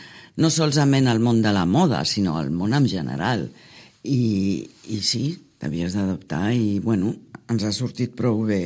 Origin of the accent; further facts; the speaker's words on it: Belgium; moved away as an adult; now in Sitges, Spain; Que jo he nascut i crescut a Bèlgica. Uh-huh. I vaig conèixer el meu home i viure a Sitges amb ell